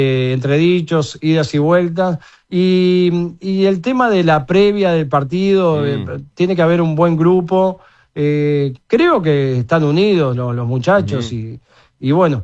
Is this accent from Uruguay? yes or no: yes; Uruguay